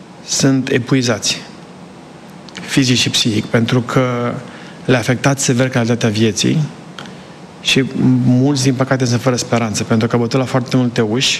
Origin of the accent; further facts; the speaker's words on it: Sibiu County, Romania; now in United States; Sunt de lângă Sibiu. Am stat lângă Copșa mică